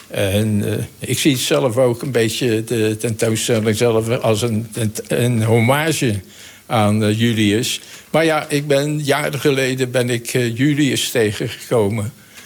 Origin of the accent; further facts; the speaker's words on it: Rotterdam, South Holland, Netherlands; Ik ben Rotterdammer.